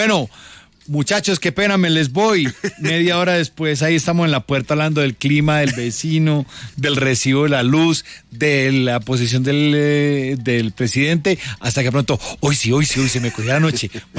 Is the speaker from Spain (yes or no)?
no; Colombia; hoy como colombianos debemos sentirnos muy orgullosos de que somos una especie única.